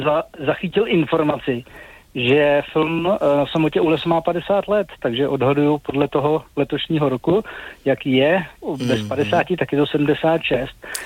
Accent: Hradec, Plzeň Region, Czechia; now in Plzeň, Czechia; já teda úplně pocházím ještě z Hradce u Stoda

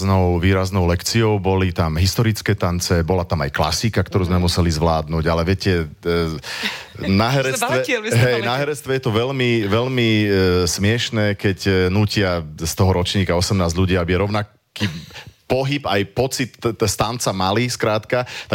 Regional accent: Banská Bystrica, Banská Bystrica Region, Slovakia; nechcel som odísť z Banskej Bystrice, z rodného mesta. V Bystrici otvárali Akadémiu umení

